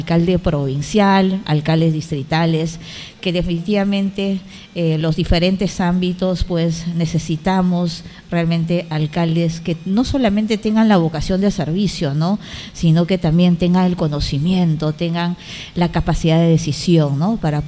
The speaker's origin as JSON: {"language": "Spanish", "region": "San Martín", "country": "Peru", "said": "Soy del Dorado, soy sisina."}